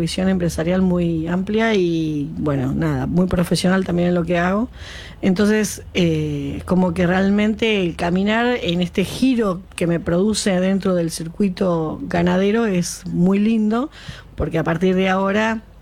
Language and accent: Spanish; Tapalqué, Buenos Aires Province, Argentina; de mi pueblo, que es Tapalqué